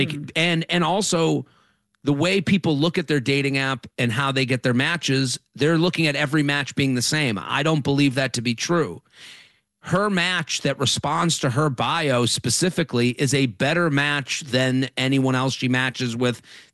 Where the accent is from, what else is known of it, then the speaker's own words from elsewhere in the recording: Needham, Massachusetts, United States; I'm from Needham.